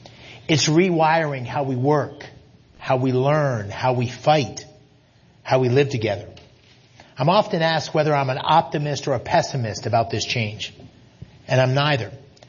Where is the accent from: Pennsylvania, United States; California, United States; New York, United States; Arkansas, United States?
Pennsylvania, United States; Bloomsburg; I grew up in Bloomsburg, Pennsylvania, where the McGee Carpet Mill employed 2,000 people.